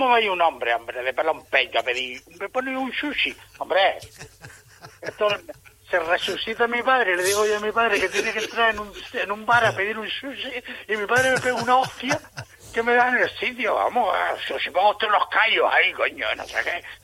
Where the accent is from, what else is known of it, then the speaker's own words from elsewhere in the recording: Las Palmas de Gran Canaria, Canary Islands, Spain; Si yo no soy canario, yo soy independentista de la Isleta.